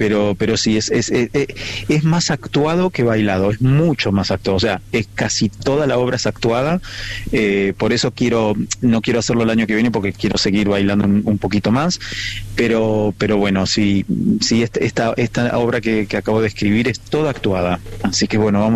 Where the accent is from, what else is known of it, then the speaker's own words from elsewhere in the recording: Argentina; recorremos toda la Argentina, y estamos felices de poder bailar en nuestro país, en mi país